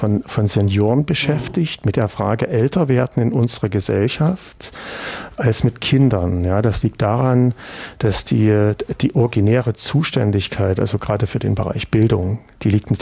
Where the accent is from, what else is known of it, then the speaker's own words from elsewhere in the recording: East Germany, Germany; Und also ich bin ja auch hier im Osten groß geworden.